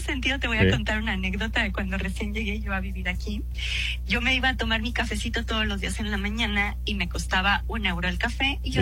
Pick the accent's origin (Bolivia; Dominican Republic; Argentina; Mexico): Mexico; moved away as an adult; now in Spain; los mexicanos hemos aprendido a ser un poco más cautelosos